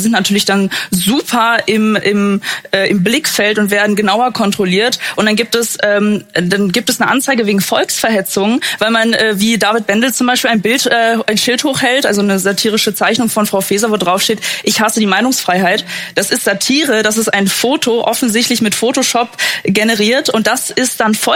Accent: Germany; als Deutsche

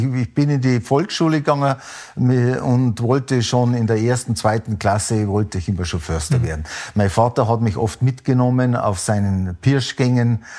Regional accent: Bavaria, Germany; Ich bin gebürtiger Oberbayer, bin geboren in einer Ortschaft, die es heute gar nicht mehr gibt, auch so eine Besonderheit, nämlich in Fall.

